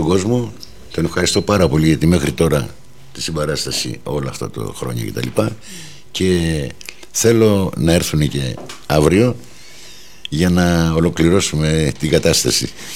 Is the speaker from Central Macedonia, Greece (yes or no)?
no; Athens, Attica, Greece; παρόλο που μεγάλωσα στην Αθήνα